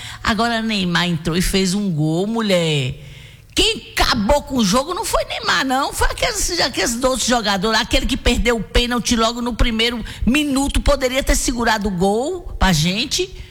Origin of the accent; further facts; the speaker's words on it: Brazil; Porque eu sou brasileira. Eu sou brasileira.